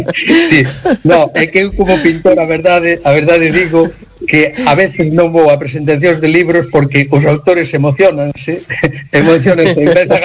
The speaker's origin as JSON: {"language": "Galician", "town": "Lugo", "region": "Galicia", "country": "Spain", "tie": "born or raised there", "said": "eu nacín en Lugo, aquí, no Lugo Monumental, na Plaza do Campo. Entonces, claro, cando un é dun sitio, te crías ali e pasas a adolescencia e todo eso"}